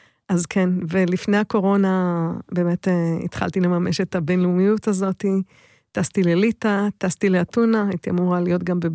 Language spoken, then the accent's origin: Hebrew; Geneva, Switzerland; also born or lived in Cyprus; אני גדלתי בחול, אבי היה דיפלומט, גדלתי בקנב ובקפריסין, ואנגלית היא כמו שפת אם עבורי